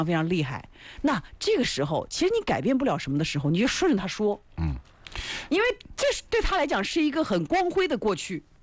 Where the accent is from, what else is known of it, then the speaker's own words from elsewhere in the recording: China; 我们中国人